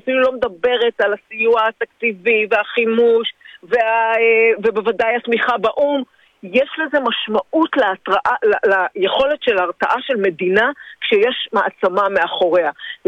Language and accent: Hebrew; the Krayot, Haifa District, Israel; moved away as an adult; now in Gedera, Israel; אני מחיפה, מהקריות, גדלתי בקריות, גרתי בחיפה, למדתי באוניברסיטת חיפה את התואר הראשון שלי.